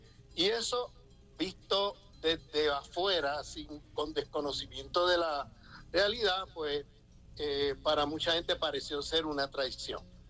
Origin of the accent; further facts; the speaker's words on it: Puerto Rico; como yo vengo del Caribe, vengo de Puerto Rico